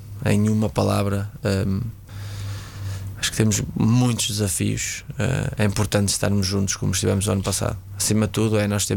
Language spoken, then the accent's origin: Portuguese; Norte, Portugal; Eu sou do Norte, aquele ambiente para mim é o nosso cada dia